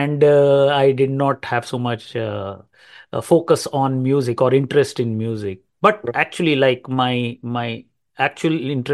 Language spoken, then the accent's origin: English; India; English is a second language; moved away as an adult; now in Canada